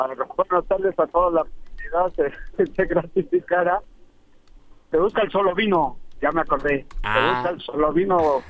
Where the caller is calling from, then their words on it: Puebla, Mexico; estamos aquí en Angelópolis